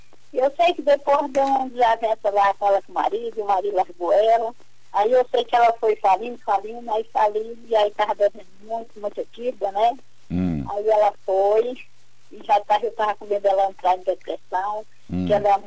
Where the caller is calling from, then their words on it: Roraima, Brazil; Eu falo aqui de Roraima, mas estive no Mucajaí.